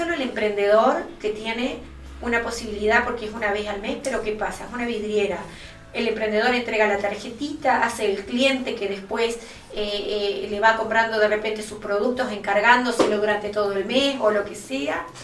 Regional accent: Pan de Azúcar, Maldonado, Uruguay; cuando me refiero a Maldonado me refiero a departamento, porque yo soy Pan de Azúcar, Piriápolis, San Carlos

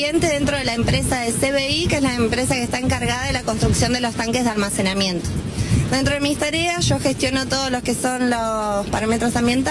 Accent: Sierra Grande, Río Negro, Argentina; also born or lived in Villa Regina; Yo soy nacida y criada en Sierra Grande. Yo cuando terminé la secundaria no había opción de estudio en la localidad, no había opción de trabajo, entonces yo me fui a estudiar y estudié en la Universidad de Río Negro en Villa Regina.

